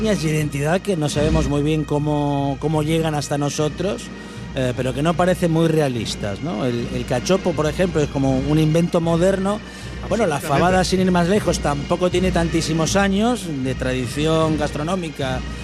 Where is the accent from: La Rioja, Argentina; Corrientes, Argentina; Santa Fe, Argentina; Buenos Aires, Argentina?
Buenos Aires, Argentina; now in Spain; Yo que soy un asturiano que nació en Buenos Aires, como pues, me gusta decir, efectivamente en casa se vivió la asturianía desde siempre